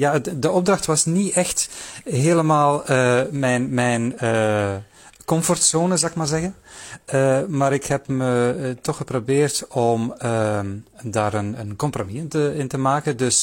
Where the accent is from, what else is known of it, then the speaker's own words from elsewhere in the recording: Belgium; now in Zwolle, Netherlands; Ik kom van een heel andere streek, hoor. Ik kom helemaal uit België vandaan.